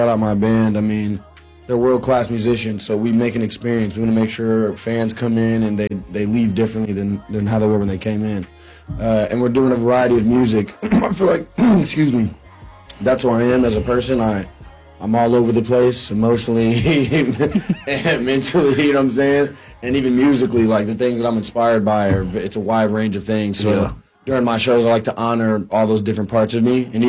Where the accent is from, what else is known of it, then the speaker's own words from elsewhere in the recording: Indianapolis, Indiana, United States; I'm an Indian and native